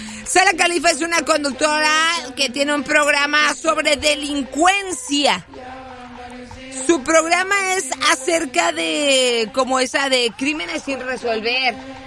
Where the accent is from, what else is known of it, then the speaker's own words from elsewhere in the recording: Chihuahua, Mexico; now in Dallas, United States; Somos de Chihuahua. Y ahorita estamos en Dallas.